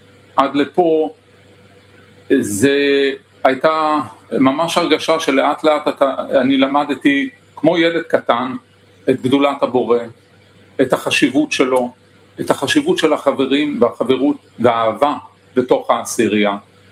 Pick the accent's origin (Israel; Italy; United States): Italy; Milan, Lombardy